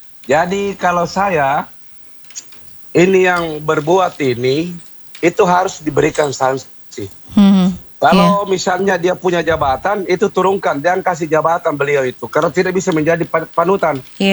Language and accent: Indonesian; Makassar, South Sulawesi, Indonesia; born there; also born or lived in Maros; saya pindah ke Makassar tempat kelahiran saya itu 10 tahun.